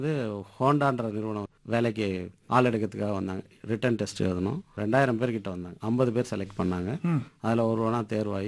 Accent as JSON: {"language": "Tamil", "town": "Mel Seesamangalam", "region": "Tamil Nadu", "country": "India", "tie": "born there", "said": "நான் பிறந்த ஊர்னு எடுத்துக்கிட்டீங்கன்னா மேல் சீசமங்கலம் கிராமம். இது வந்து திருவண்ணாமலை டிஸ்ட்ரிக்ட், செய்யார் தாலுக்கா, ஆரணி பக்கத்தில் இருக்கு."}